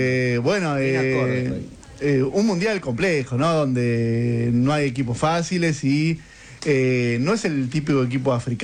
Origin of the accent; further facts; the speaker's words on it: Argentina; cuán felices somos los argentinos